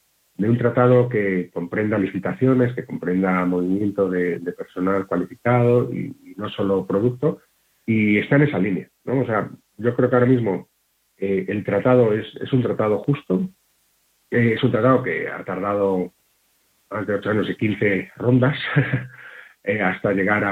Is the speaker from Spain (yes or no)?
yes; Spain